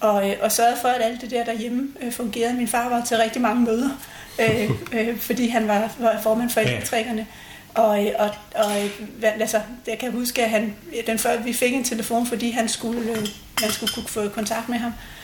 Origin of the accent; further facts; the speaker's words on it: Nakskov, Zealand, Denmark; now in Rødovre, Denmark; Jeg er født i Nakskov, på Nakskov sygehus.